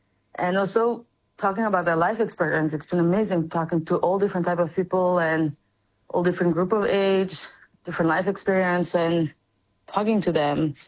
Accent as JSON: {"language": "English", "country": "France", "lives_now": "New York, United States", "said": "So we are living in New York. I'm actually originally from France, but we've been living in New York for the past few years."}